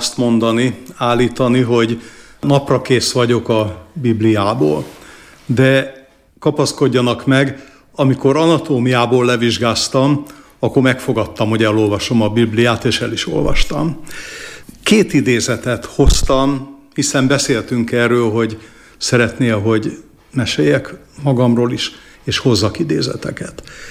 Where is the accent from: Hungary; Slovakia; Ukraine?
Hungary; Budapest; Csalóközből, Erdélyből és Rákospalotáról származom, és én egész életemben Újpesten éltem.